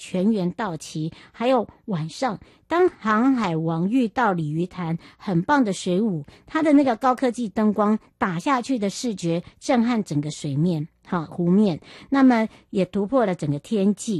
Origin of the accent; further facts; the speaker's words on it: Yuli, Hualien County, Taiwan; 因为我们家乡这个玉里是属于南区